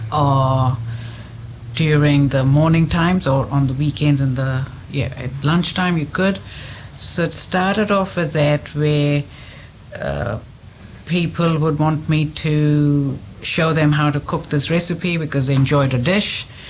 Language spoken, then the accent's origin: English; Maharashtra, India; So our Indian education system makes sure that we know English, because we're in an English medium school.